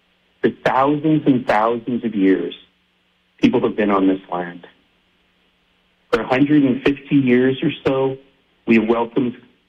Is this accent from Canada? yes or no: yes; Canada; born there; Like Ferris, I was born in Canada. I'm not an immigrant. But just barely.